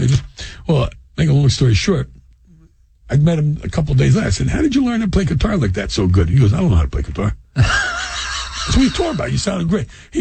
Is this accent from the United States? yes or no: yes; United States; And I'm American.